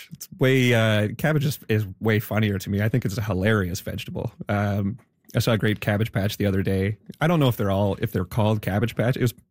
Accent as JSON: {"language": "English", "town": "Wolfville", "region": "Nova Scotia", "country": "Canada", "tie": "born or raised there", "said": "I grew up in Wolfville, very kind of artsy-fartsy musical town."}